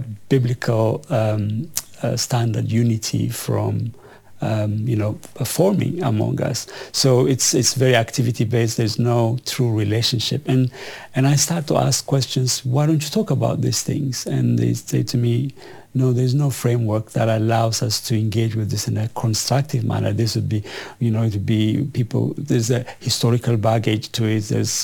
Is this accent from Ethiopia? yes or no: yes; Ethiopia; moved away as an adult; now in United Kingdom; I'm from Ethiopia. I came with $250 in my pocket, knowing nothing about Britain, knowing English